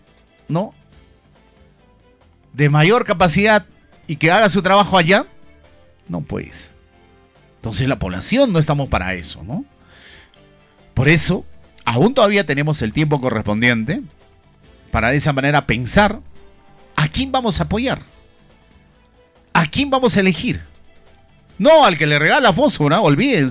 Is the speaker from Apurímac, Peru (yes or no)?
no; Ancash, Peru; a usted, a mí, que somos pobladores de Independencia